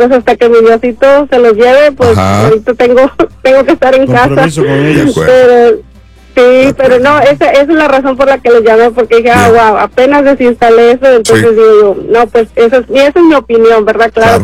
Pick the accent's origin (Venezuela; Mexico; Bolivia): Mexico; Matamoros, Tamaulipas; Sí, o simplemente el hecho de ver mis familiares que van a Matamoros, porque soy de Matamoros, Tamaulipas.